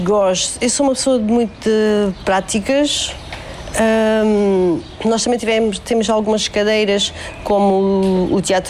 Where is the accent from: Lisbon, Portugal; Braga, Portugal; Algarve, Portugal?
Algarve, Portugal; São Brás de Alportel; now in Fuseta, Portugal; tenho 42 anos, sou natural de São Brás do Portelo, mas atualmente vivo na Fuseta.